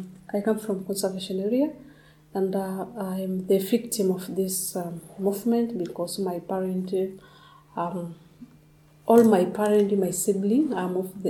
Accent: Tanzania; from Tanzania, northern part.

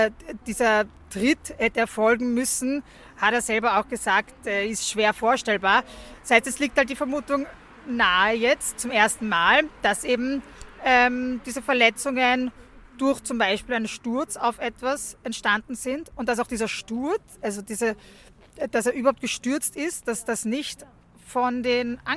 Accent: Austria

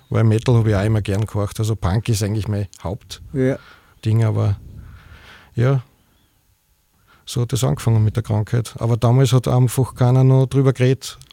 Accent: Schladming, Styria, Austria; also born or lived in Graz; Also ich bin ja in der Obersteiermark aufgewachsen

